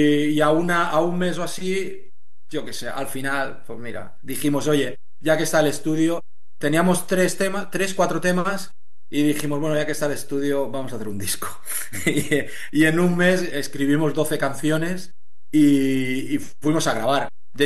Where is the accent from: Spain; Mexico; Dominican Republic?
Spain; Vilanova; los tres somos de Vilanova